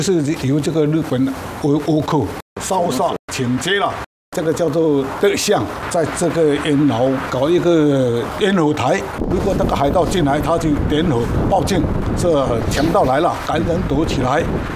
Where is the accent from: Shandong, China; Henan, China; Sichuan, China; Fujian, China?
Fujian, China; 我们闽南人呢？好客嘛，